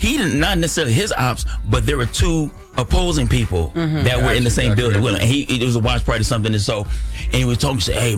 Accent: Los Angeles, California, United States; LA. I'm from South Central LA.

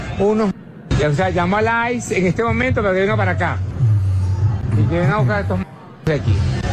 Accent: Venezuela; vengo de Venezuela para esta mierda que se llama Azúcar.

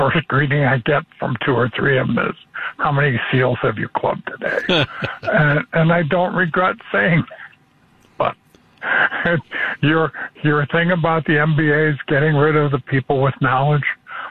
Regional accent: Chicago, Illinois, United States; you know, I'm from Chicago, so it's a prominent school.

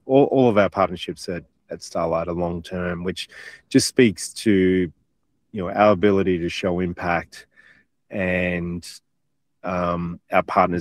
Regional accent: Melbourne, Victoria, Australia; I'm from Melbourne, which is the other major city, a little south.

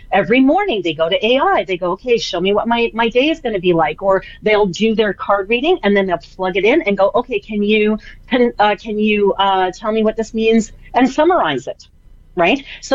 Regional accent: Canada; I'm Canadian

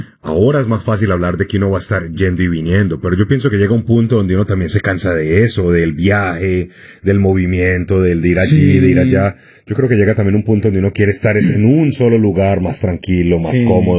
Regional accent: Medellín, Antioquia, Colombia; yo soy de Medellín y el apodo que se le tiene a Medellín es la ciudad de la eterna primavera

